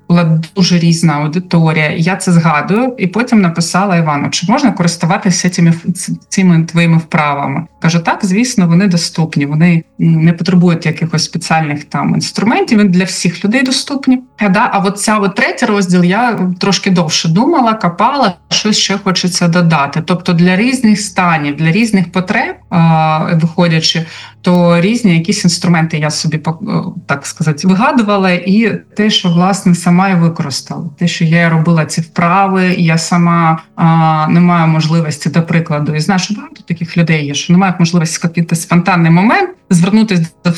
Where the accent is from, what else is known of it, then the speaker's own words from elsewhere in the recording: Kharkiv, Kharkiv Oblast, Ukraine; moved away; Я харків'янка, яка вже давно живу не в Харкові